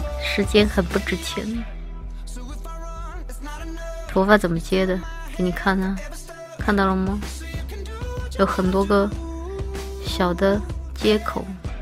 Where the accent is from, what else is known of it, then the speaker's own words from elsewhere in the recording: London, United Kingdom; 还笑我的英语口音，从小伦敦郊区长大的。